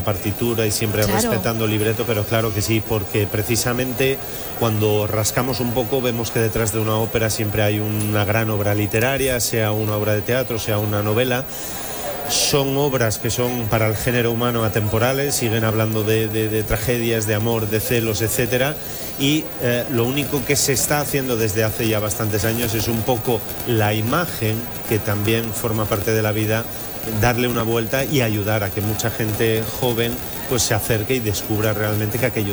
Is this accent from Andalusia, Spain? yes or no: no; Avilés, Asturias, Spain; born there; also born or lived in Ujo; Yo soy de Avilés, aunque soy oriundo de Ujo, mi familia es de la cuenca minera del Caudal, pero yo nací en Avilés